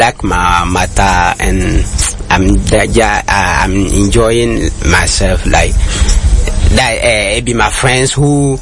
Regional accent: Tatale, Northern Region, Ghana; first language Konkomba; English is a second language; I came from Tatali North.

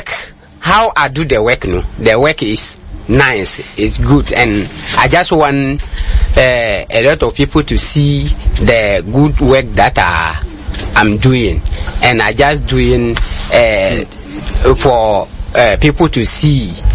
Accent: Tatale, Northern Region, Ghana; first language Konkomba; I came from Tatali North.

